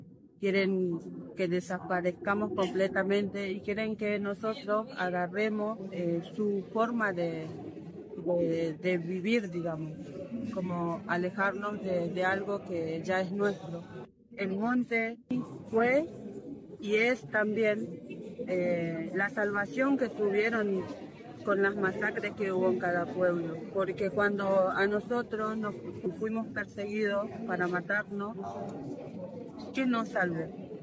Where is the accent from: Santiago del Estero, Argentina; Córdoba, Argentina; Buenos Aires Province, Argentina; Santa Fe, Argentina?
Santa Fe, Argentina; Rosario; vengo de Rosario, soy de la comunidad Kom.